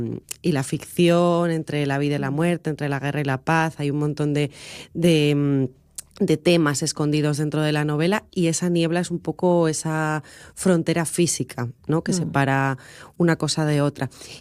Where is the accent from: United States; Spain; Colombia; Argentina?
Spain; born there; el Lutano es una niebla que hay en mi pueblo, que está haciendo frontera entre Asturias y León